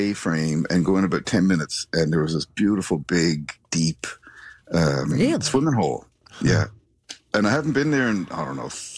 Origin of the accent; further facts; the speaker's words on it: Carbonear, Newfoundland and Labrador, Canada; I used to go by there, you know, when I was, again, growing up in Carbonear, like we'd always, usually when I'd be going up the shore, down the shore